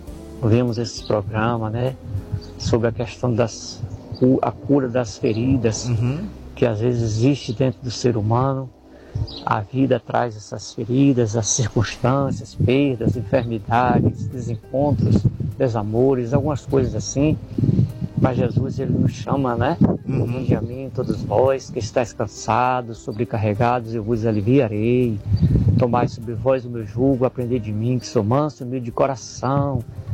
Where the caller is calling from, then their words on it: São Miguel das Matas, Bahia, Brazil; da Igreja Batista Nacional, na cidade de São Miguel das Matas, na Bahia.